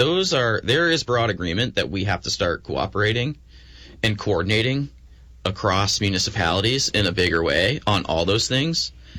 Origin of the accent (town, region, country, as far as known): Essex Junction, Vermont, United States; born or raised there